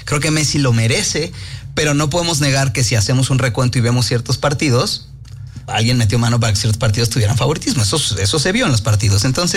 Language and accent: Spanish; Mexico; Como mexicano, yo soy muy, muy realista y muy sincero con mi país.